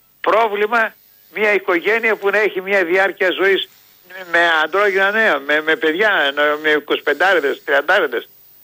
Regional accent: Greece

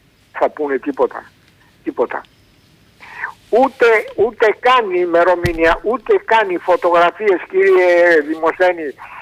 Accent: Istanbul, Turkey; moved away; Είμαι από την Κωνσταντινούπολη. Είμαι 82 χρονών. Ήμουν 13 χρονών όταν ζήσαμε τη μαύρη αυτή με καμένο σπίτι και καμένο μαγαζί του πατέρα μου.

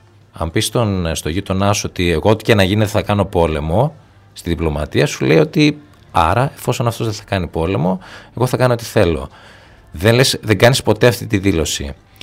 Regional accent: Greece; εγώ γιατί σαν Έλληνας πολίτης

